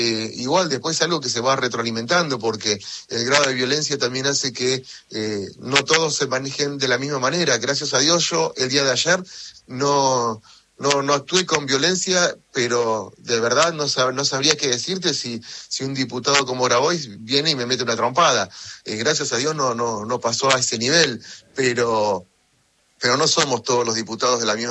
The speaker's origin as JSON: {"language": "Spanish", "region": "Santa Cruz", "country": "Argentina", "said": "alguien que viene de la provincia de Santa Cruz"}